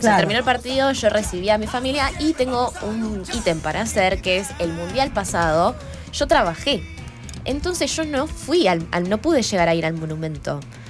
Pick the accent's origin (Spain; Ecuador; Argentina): Argentina; Yo soy judía, la cuestión es que antes que todo soy argentina